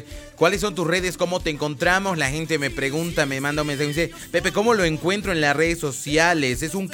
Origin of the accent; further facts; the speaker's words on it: Bolivia; así somos los bolivianos, talentososísimos